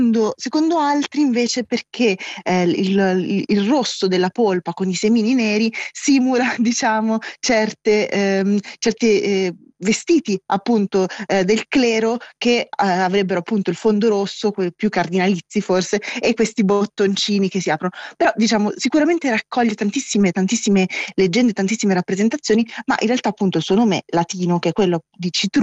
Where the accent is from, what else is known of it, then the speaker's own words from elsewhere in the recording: Milan, Lombardy, Italy; born there; also born or lived in France; now in Rome, Italy; io, che sono settentrionale, insomma, che sono nata a Milano, l'ho sempre sentito chiamare anguria, mentre invece effettivamente dove vivo ora a Roma